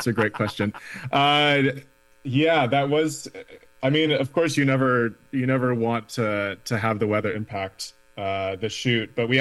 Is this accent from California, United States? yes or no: no; Twin Cities, Minnesota, United States; I didn't grow up in the reservation. I grew up in the Twin Cities. And so I felt a little bit of that distance there.